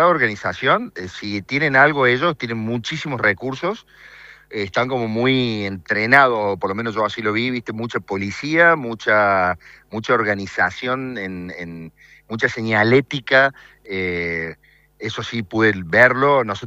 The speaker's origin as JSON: {"language": "Spanish", "country": "Argentina", "said": "somos todos argentinos"}